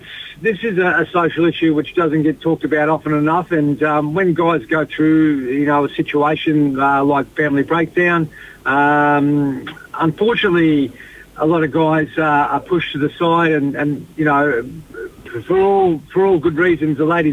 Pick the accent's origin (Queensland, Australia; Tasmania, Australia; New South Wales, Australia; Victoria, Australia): Victoria, Australia; Horsham; Yeah, I'm originally from Horsham